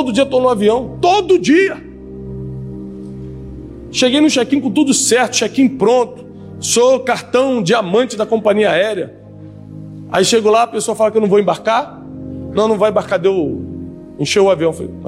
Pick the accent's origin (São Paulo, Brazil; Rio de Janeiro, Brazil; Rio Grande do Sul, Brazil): Rio de Janeiro, Brazil; eu cresci no Rio de Janeiro. Então, a polícia do Rio de Janeiro é corrupta.